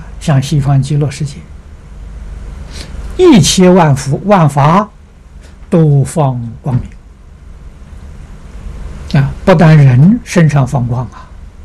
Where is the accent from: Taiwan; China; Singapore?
China; 我们中国人